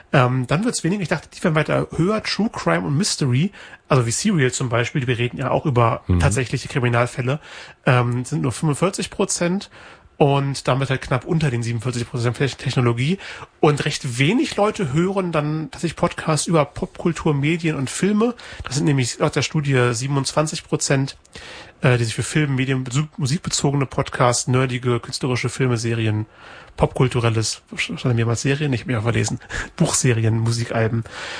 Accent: Braunschweig, Lower Saxony, Germany; now in Leipzig, Germany; Ich weiß, in Braunschweig, wo ich aufgewachsen bin, gibt es Radio Okawelle. Da habe ich Schülerpraktikum gemacht. In Leipzig, wo ich inzwischen wohne, gibt es Radio Blau.

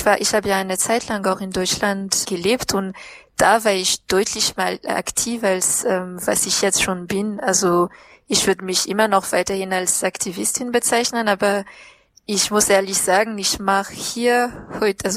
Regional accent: Madagascar; now in Antananarivo, Madagascar; Ich komme aus dem Südosten Madagaskars, aber ich bin gerade in der Hauptstadt

